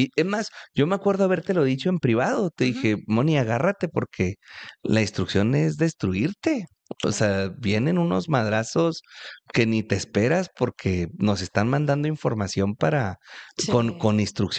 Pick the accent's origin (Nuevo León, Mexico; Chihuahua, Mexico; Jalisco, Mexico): Chihuahua, Mexico; nos cae mal a la mitad de los chihuahuenses